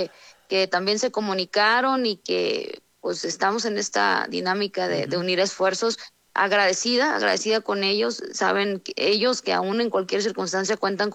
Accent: Sinaloa, Mexico; a veces mi tono, a veces mi forma, pues soy norteña, soy sinaloense

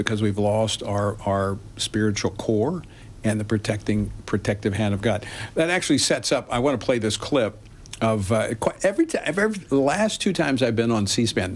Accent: United States; I've traveled the world. I'm glad I'm an American.

